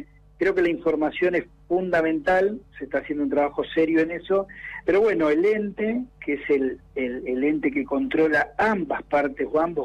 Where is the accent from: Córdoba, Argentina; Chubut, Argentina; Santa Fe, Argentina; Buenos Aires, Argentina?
Chubut, Argentina; Comodoro Rivadavia; lo que somos los vecinos de Comodoro Rivadavia